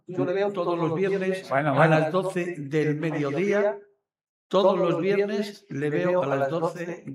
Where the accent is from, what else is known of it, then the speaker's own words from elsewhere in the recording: Trujillo, Extremadura, Spain; Es de mi pueblo, de Trujillo.